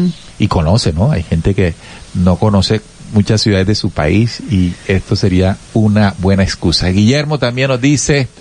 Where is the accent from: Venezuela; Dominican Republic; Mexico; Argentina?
Venezuela; Yo estuve allá hace tiempo en Guadalajara, entre otros estados. Yo soy de Venezuela.